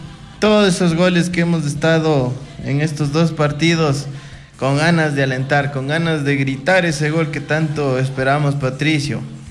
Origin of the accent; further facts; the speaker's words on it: Ecuador; para nosotros como ecuatorianos.